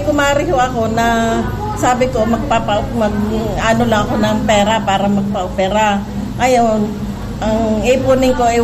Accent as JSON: {"language": "Tagalog", "town": "Calapan", "region": "Oriental Mindoro", "country": "Philippines", "said": "Gulod, Calapan."}